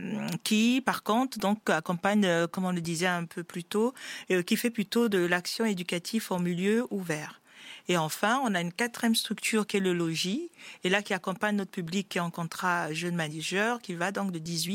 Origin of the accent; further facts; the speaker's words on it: France; born there; Je suis née en France